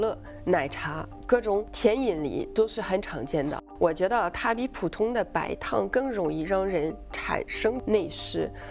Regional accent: France; 我们法国人

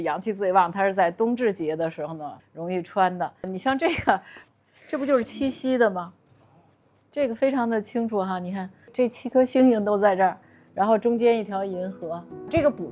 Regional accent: China; 我们中国人有这么丰厚的遗产可以继承

